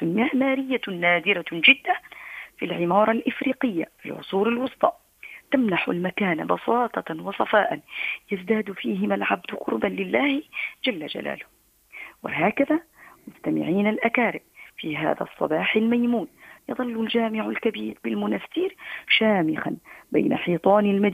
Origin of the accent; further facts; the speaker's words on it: Tunisia; احفظ بلادنا تونس